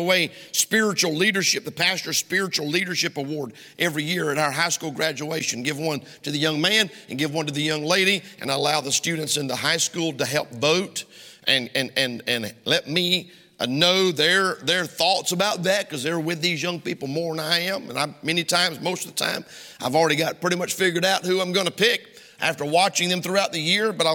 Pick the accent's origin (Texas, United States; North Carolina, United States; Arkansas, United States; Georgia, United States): Georgia, United States; accent: Southern drawl; moved away; every time I go to visit family down south in Georgia and I come back, my drawl is worse. My accent is worse.